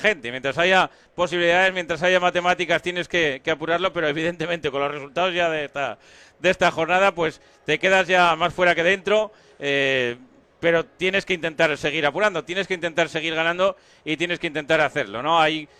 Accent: Asturias, Spain; Somos asturianos, don Saúl Berjón, para lo bueno y para lo malo, y para la lucha también.

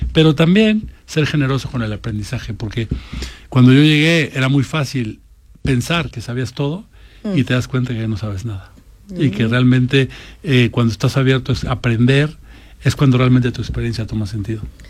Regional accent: Guadalajara, Jalisco, Mexico; soy de Guadalajara.

